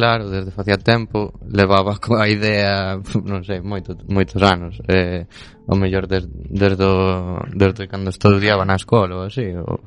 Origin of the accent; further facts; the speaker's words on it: Xunqueira, Galicia, Spain; Somos de Xunqueira.